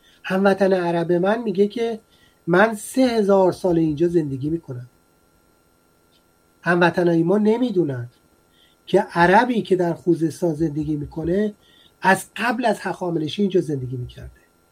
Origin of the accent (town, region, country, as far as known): Iran